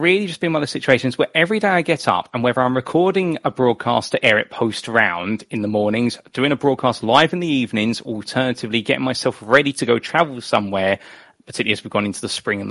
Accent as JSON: {"language": "English", "country": "United Kingdom", "tie": "born or raised there", "said": "growing up in the United Kingdom and watching British motorsport and Formula One, you only know the circuits they go"}